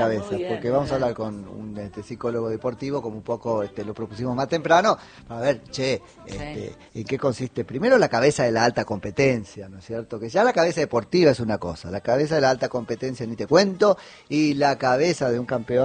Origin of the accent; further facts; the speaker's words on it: Argentina; sí, no es que somos de la selección, somos argentinos.